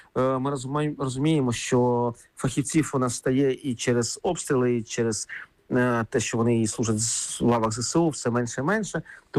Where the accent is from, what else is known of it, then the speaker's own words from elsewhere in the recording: Kharkiv, Kharkiv Oblast, Ukraine; Якщо будемо говорити про мій рідний Харків, Харків зараз набудував велику кількість об'єктів розподіленої генерації.